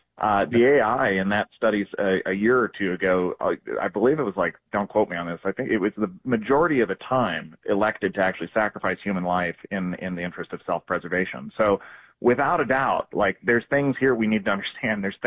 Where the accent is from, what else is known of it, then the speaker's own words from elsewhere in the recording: Billings, Montana, United States; I'm from Billings originally, so I love that idea.